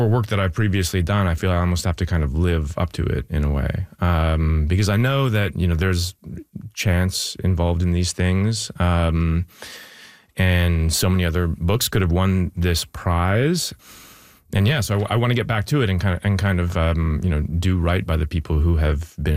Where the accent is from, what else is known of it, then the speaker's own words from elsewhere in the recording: New Westminster, British Columbia, Canada; now in Toronto, Canada; I'm from New Westminste